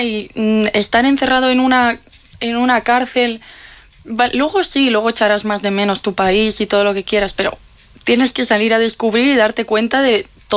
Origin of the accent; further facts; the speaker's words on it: Teruel, Aragon, Spain; soy de Teruel.